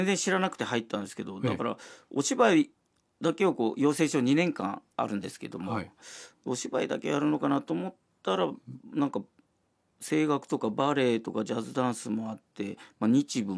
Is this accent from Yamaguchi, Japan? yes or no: yes; Yamaguchi, Japan; moved away as an adult; now in Tokyo, Japan; それでまあ山口県出身なので